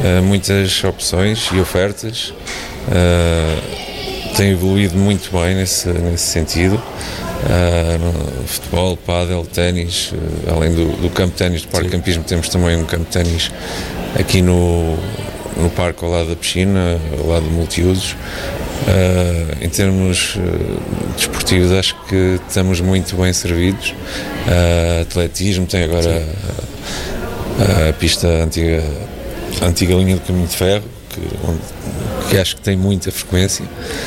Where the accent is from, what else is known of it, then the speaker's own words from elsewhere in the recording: Vouzela, Centro, Portugal; na minha terra natal, que é a Vouzela.